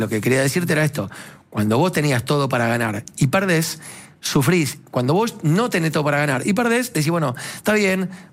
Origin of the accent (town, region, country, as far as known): Argentina